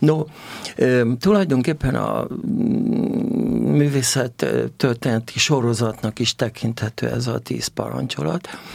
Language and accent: Hungarian; Budapest, Hungary; moved away as an adult; also born or lived in Debrecen / Zurich / England; now in Kőszeg, Hungary; Kőszegen lakom ebben a pillanatban, de pesti gyereknek érzem magam, itt nőttem föl, ide jártam egyetemre, bár a teológiát az Debrecenben végeztem, és Zürichben, meg Angliában tanultam